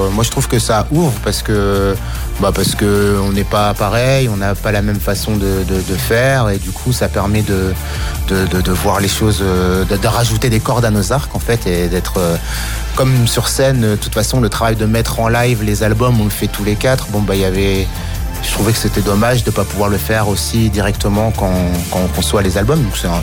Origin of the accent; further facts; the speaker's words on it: Lille, Hauts-de-France, France; also born or lived in Brussels; et faut savoir que nous on vient de Lille, donc on s'est vraiment forgé avec le regard vers la Belgique